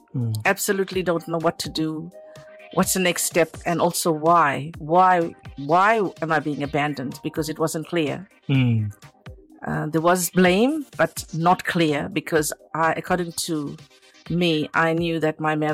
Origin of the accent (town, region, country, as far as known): South Africa; born there